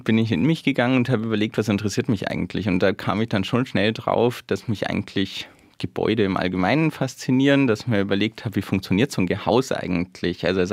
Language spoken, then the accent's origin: German; Bavaria, Germany; moved away as an adult; Genau, bin eigentlich gebürtiger Bayer, komme aus der Nähe von Ingolstadt und wollte damals einfach einmal raus aus der Heimat.